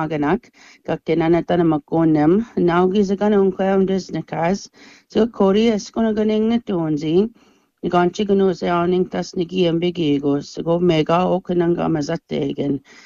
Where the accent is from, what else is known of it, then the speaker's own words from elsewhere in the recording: Saskatchewan, Canada; first language Saulteaux; English is a second language; also born or lived in Cote First Nation; now in Regina, Canada; I am from Cody First Nation. I was raised in Fishing Lake First Nation and I currently reside in Regina.